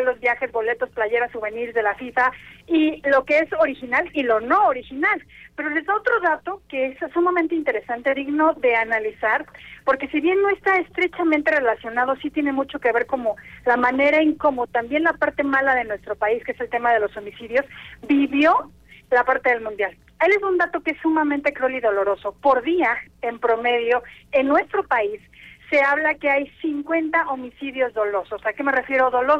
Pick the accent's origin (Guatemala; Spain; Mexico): Mexico; nosotros como mexicanos